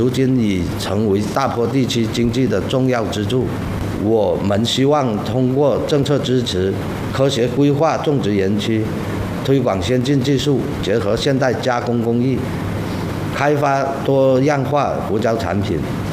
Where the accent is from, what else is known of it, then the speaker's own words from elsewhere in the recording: Haikou, Hainan, China; 我从小就生活在这片红土地上，对这里的一草一木、邻里乡亲都有着深厚的感情。